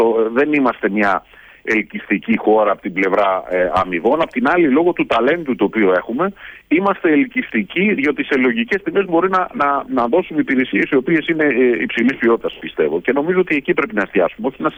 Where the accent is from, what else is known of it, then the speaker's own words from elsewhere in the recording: Greece; επειδή είμαστε Έλληνες